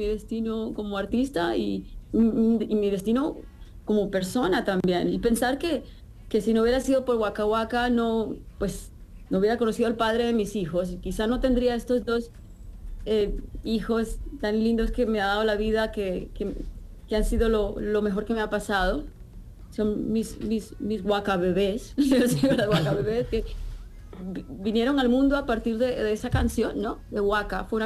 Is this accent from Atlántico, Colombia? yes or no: yes; Barranquilla, Atlántico, Colombia; a mi Colombia, a mi tierra, a mi gente de Barranquilla. Gracias por ser mi familia.